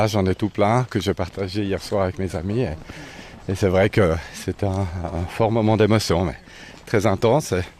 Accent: Vevey, Vaud, Switzerland; Je suis né à Vevey. Donc en tant que gamin, il m'arrivait de monter dans ces coins, aux Pléiades.

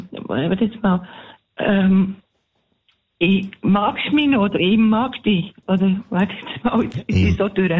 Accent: Bern, Switzerland; Ich bin Bernerin.

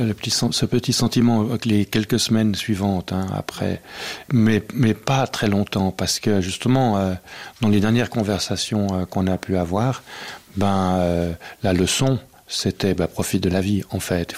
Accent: Switzerland; On est des Suisses, là, privilégiés dans un monde de Disneyland.

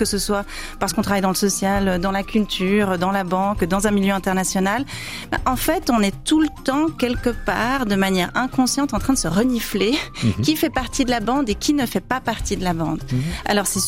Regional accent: Vaud, Switzerland; accent: Vaudois; Pour l'accent vaudois, ça peut être qu'on se retrouve entre nous avec notre accent.

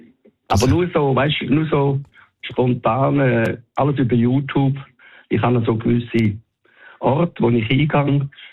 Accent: Winterthur, Zurich, Switzerland; Ich komme aus Winterthur

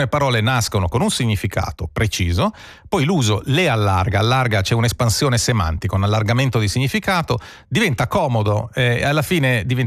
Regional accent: Switzerland; in Svizzera, qui dalle nostre parti

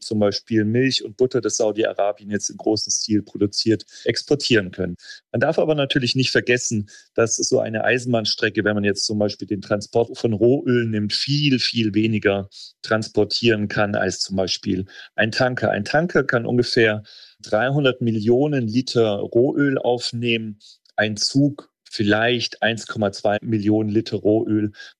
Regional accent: Germany; Naja, ich als Deutsche sehe seit Jahren, wie schwierig es ist, in Deutschland eine Bahnstrecke zu bauen oder einen Bahnhof zu bauen.

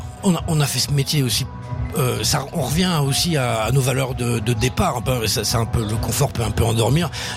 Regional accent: France; Je parle en tant que Français

